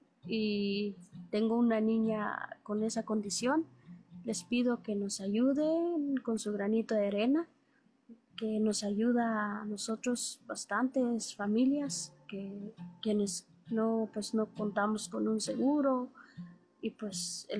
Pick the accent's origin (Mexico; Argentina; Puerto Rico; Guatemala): Guatemala; moved away as an adult; now in Nebraska, United States; Venimos de Ames, Nebraska, está cerca aquí de Fremont. Somos de Guatemala. Viajamos para acá a Estados Unidos